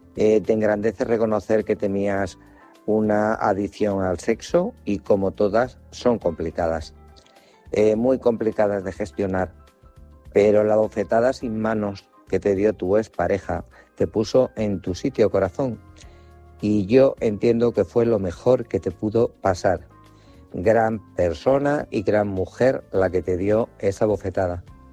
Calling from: Guadalajara, Castilla-La Mancha, Spain; de Guadalajara.

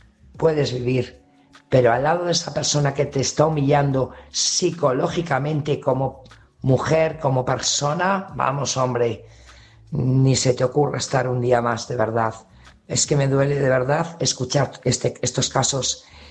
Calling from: Burgos, Castile and León, Spain; corresponsal de Burgos

